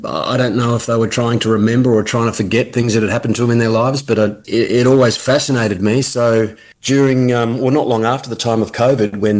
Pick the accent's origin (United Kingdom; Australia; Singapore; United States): Australia; Adelaide, South Australia; growing up in Adelaide, the surf is marginal, close by.